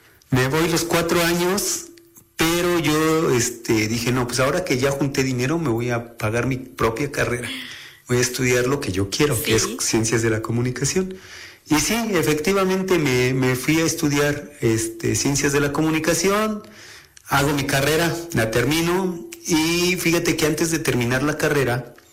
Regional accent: Oriental, Puebla, Mexico; born or raised there; also born or lived in Xalapa

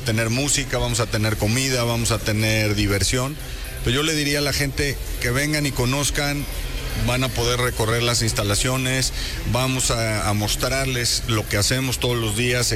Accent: Mexico

